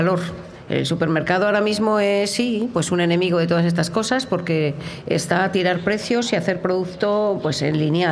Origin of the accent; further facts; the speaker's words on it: Tordesillas, Castile and León, Spain; Todos los bollos son de aquí, de mi tierra. Estos bollos se hacían siempre en Tordesillas.